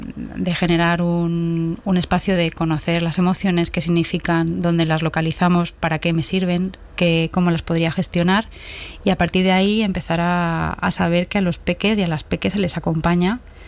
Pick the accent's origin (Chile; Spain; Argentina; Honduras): Spain; Madrid, Community of Madrid; Yo soy natural de Madrid.